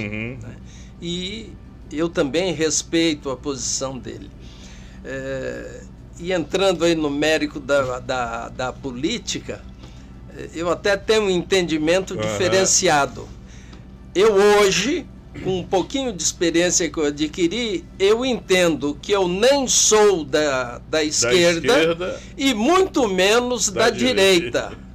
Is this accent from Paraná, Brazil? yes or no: no; Minas Gerais, Brazil; Não, eu sou mineiro.